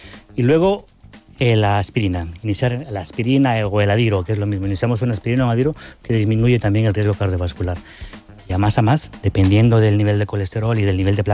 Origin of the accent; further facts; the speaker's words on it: El Salvador; now in Spain; Soy de Salvador.